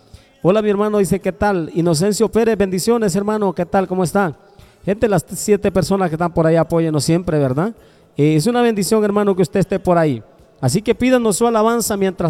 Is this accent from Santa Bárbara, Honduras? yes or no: yes; Nueva Celilac, Santa Bárbara, Honduras; now in El Capulín, Honduras; yo soy de San Nicolásito, Nuevo Celilac, ¿verdad? Solo que nos venimos para acá al Capulín, vivimos aquí más que todo.